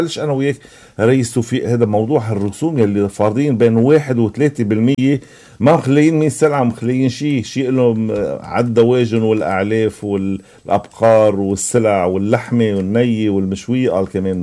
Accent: Akkar, Lebanon; لأنه أنا شمالي وعكيري

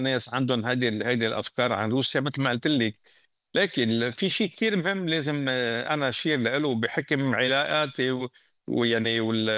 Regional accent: Lebanon; القناعات الفكرية والسياسية اللي عندي أنا كلبناني بجميع مكوناتي

